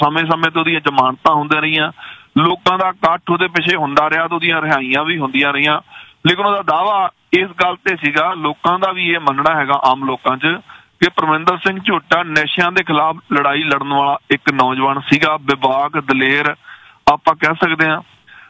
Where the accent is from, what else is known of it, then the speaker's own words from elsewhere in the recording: Punjab, India; born there; moved away; ਪਰ ਕਿਉਂਕਿ ਸਾਡੀ ਧਰਤੀ ਹੈ ਜੀ, ਅਸੀਂ ਜੰਮੇ ਪਲੇ ਹੈਗੇ ਹਾਂ